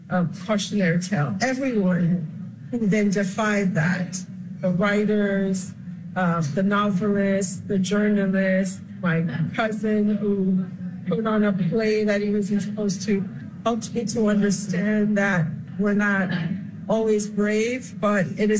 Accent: Haiti; I grew up in Haiti, during a dictatorship.

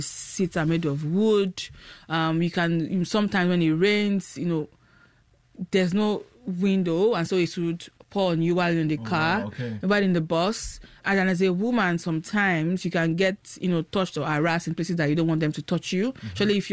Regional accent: Ibadan, Oyo, Nigeria; Like, I grew up in Ibadan. I wasn't used to that hard life, but I had to, use that mode of transportation if I wanted to get from point A to point B.

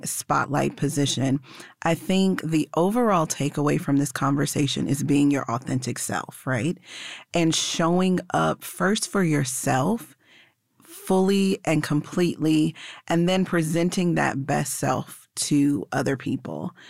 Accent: Memphis, Tennessee, United States; When I grew up in Memphis

